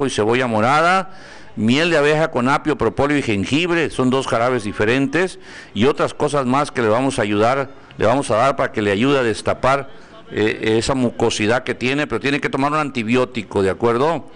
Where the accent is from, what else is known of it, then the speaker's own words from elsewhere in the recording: Jiquipilas, Chiapas, Mexico; Siempre lo escucho en la radio, soy de Jiquipilas, felicidades, saludos a todos mis amigos jiquipiltecos que tengo allá